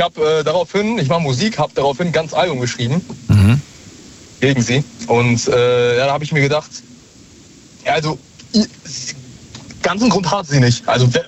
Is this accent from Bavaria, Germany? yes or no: no; Dortmund, North Rhine-Westphalia, Germany; Ich komme aus Dortmund.